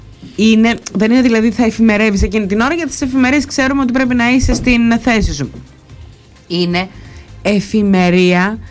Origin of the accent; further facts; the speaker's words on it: Lixouri, Ionian Islands, Greece; Γιατί την χάνει να είμαι από το Λιξούρι